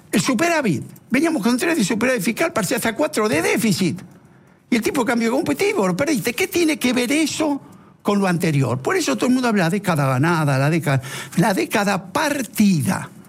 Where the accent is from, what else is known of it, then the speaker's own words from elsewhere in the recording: Basque Country, Spain; Pues a mí como vasco me decís vos, ya está, ¿no?